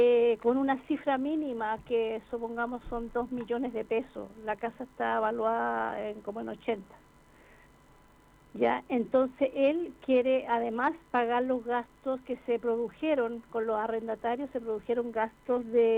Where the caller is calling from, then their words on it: Viña del Mar, Valparaíso, Chile; De Recreo.